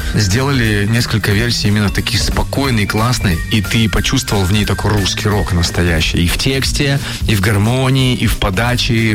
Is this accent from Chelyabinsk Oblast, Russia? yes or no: yes; Chelyabinsk, Chelyabinsk Oblast, Russia; потому что они соседи наши. Я из Челябинска, они из Екатеринбурга, да.